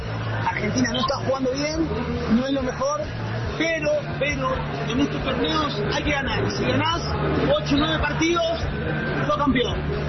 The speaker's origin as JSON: {"language": "Spanish", "country": "Mexico", "said": "quiero que México llegue lo más lejos posible, así como soy mexicano, aguante México a morir"}